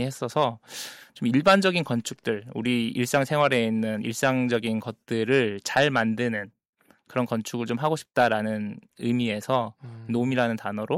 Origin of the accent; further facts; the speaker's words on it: Jeonju, North Jeolla, South Korea; 예, 유년 시절을 보냈던 도시이기 때문에 네. 거의 마음의 고향이라고 볼 수 있죠. 전주로 내려가면서 네.